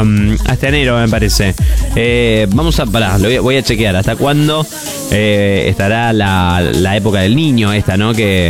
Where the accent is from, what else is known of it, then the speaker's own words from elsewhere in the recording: Villa Constitución, Santa Fe, Argentina; Acá está lindo, soy de Villa Constitución, así que ahí nos escuchan